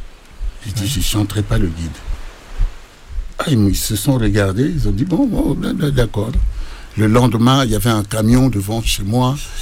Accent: Kinshasa, DR Congo; born there; je suis né dans Léopoldville.

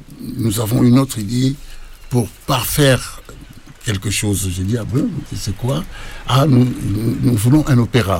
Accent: Kinshasa, DR Congo; born there; je suis né dans Léopoldville.

